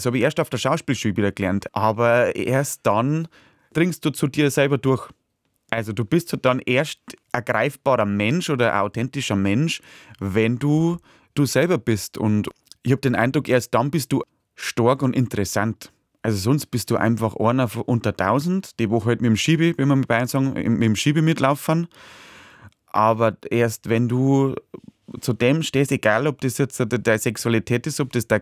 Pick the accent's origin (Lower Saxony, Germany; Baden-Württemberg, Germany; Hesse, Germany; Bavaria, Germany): Bavaria, Germany; Und im Bayerischen Wald, wo ich herkomme, da hat ja niemand, wenn da einer gewarnt hat, ein Mann gewarnt, um Gottes Willen, das war ja das Schlimmste.